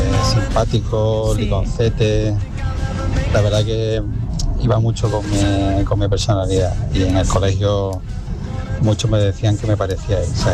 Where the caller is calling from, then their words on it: Huelva, Andalusia, Spain; de Huelva.